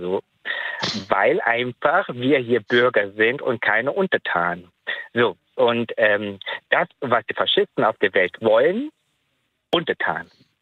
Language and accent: German; Sri Lanka; now in Germany; ich bin ein Weltbürger, dann bin ich Europäer, dann bin ich Deutscher und ursprünglich komme ich aus Sri Lanka.